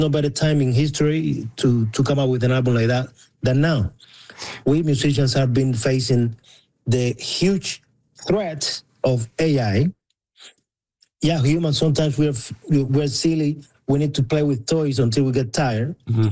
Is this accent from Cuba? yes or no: yes; Cuba; okay, I'm from Cuba, okay, I play, you know, all kinds of music, whatever